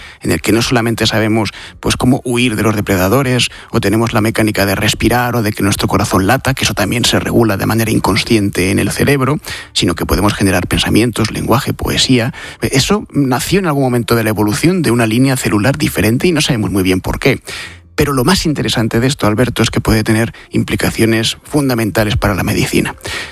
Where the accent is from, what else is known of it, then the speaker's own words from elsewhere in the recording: Madrid, Community of Madrid, Spain; Yo que soy madrileño, digo, a ver, ¿qué probabilidad tengo yo